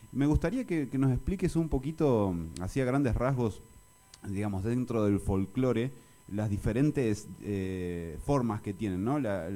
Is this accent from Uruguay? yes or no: yes; Uruguay; Yo soy uruguayo, digamos